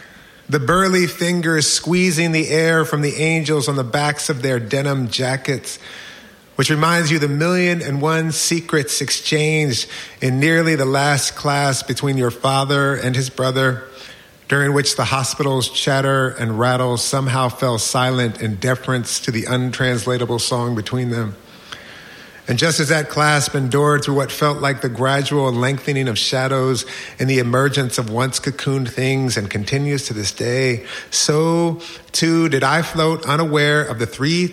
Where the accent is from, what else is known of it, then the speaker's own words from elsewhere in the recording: Pennsylvania, United States; But I grew up outside of Philadelphia.